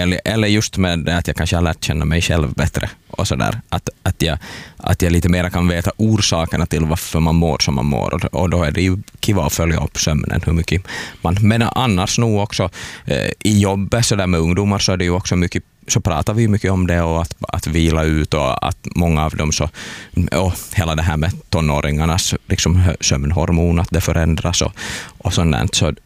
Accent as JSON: {"language": "Swedish", "region": "Ostrobothnia", "country": "Finland", "tie": "born or raised there", "said": "När jag är från Österbotten, så vi tittar ju alltid på... Jag har aldrig tittat på något finskt barnprogram, finlandssvenskt heller barnprogram. Vi tittar ju alltid på SVT i Österbotten."}